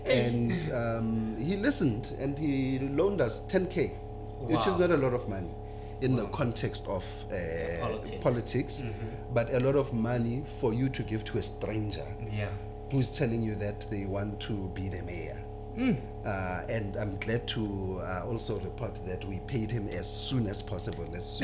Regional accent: Merafong, Gauteng, South Africa; as a Merafong native, I'm from here. In fact, I was born 1, 2, 3, 4 streets away from here.

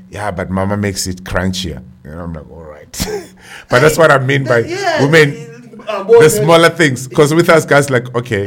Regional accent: South Africa; as a South African

